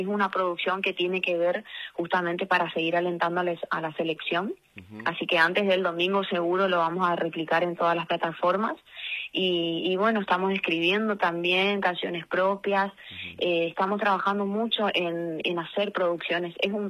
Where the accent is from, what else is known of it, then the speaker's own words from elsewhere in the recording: Corrientes, Argentina; Lo hice porque eso es lo que somos como correntinos y como argentinos.